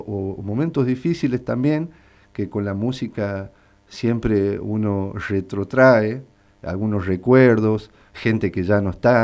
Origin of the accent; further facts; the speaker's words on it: Catamarca, Argentina; sentirnos orgullosos de lo que hemos creado como catamarqueños